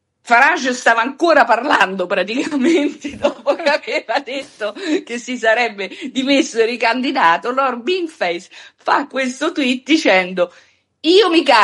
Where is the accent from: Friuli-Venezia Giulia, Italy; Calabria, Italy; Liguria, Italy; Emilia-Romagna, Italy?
Emilia-Romagna, Italy; io vengo dall'Emilia Romagna